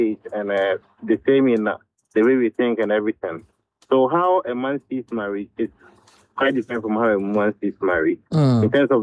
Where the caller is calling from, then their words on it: Tema, Greater Accra, Ghana; I'm calling from Tema.